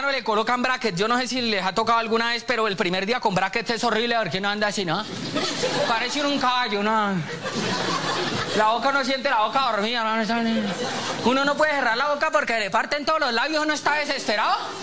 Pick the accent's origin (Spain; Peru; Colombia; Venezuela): Colombia; Santander; soy santandereano